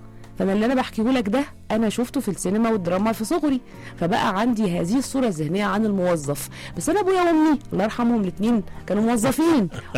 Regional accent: Egypt; احنا كمصريين

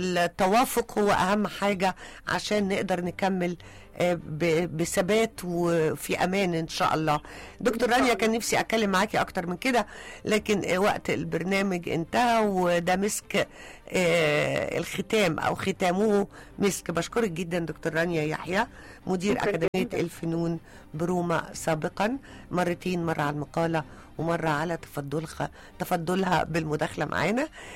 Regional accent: Egypt; زي ما نقول بالمصري

